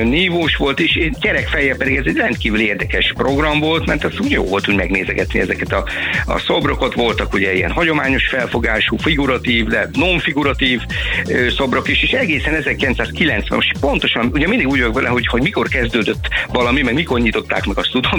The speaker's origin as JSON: {"language": "Hungarian", "town": "Salgótarján", "region": "Nógrád", "country": "Hungary", "tie": "born or raised there", "said": "1971-ben rendezték meg elsőnek. Nekem ez, én abban az évben születtem, úgyhogy én azzal nőttem már fel mindig, hogy augusztus, akkor szabadtéri szoborkiállítás Salgó-Tarjánban"}